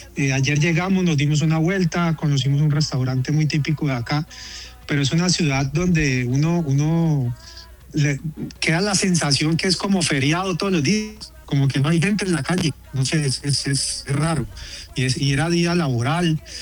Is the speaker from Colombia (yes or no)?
yes; Colombia; obviamente somos colombianos, somos futboleros